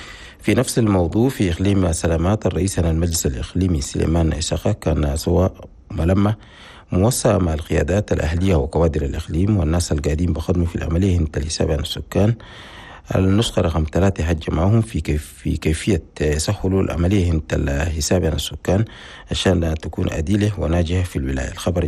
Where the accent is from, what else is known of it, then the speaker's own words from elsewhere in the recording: Chad; بلدنا تشاد